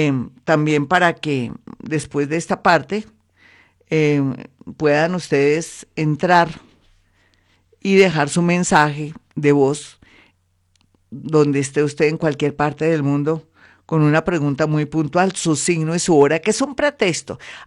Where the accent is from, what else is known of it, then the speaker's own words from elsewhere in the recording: Colombia; como buena colombiana que somos muy, nos arreglamos bonito